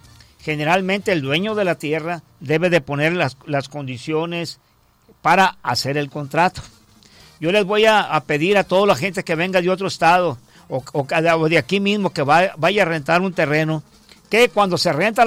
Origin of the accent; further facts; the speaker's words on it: Mexico; Sí, somos mal educados los mexicanos